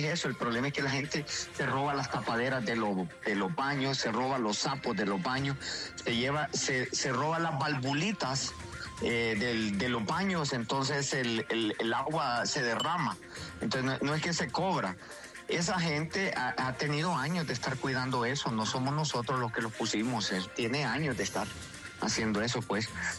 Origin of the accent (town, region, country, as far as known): Honduras